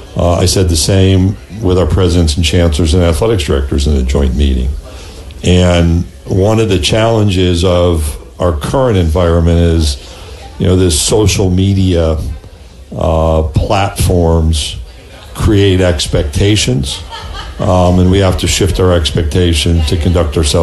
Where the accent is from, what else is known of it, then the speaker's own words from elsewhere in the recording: Skaneateles, New York, United States; moved away; I grew up outside a little town called Skaneateles, New York.